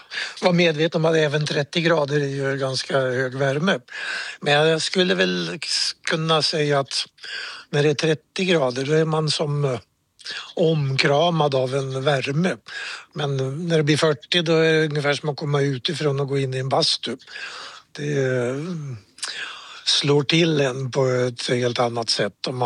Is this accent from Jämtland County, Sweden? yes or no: yes; Jämtland County, Sweden; hemma i Jämtland blir det lite svalare